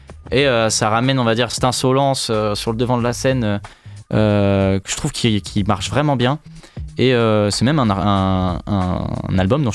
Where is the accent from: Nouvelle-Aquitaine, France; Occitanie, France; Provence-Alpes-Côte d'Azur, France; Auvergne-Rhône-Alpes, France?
Auvergne-Rhône-Alpes, France; Valence; Valence, moi je viens de Valence. Pour moi déjà Valence, on n'est pas dans le sud.